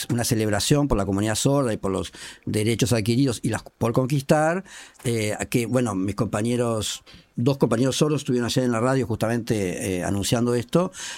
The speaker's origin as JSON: {"language": "Spanish", "region": "Montevideo", "country": "Uruguay", "said": "somos montevideanos"}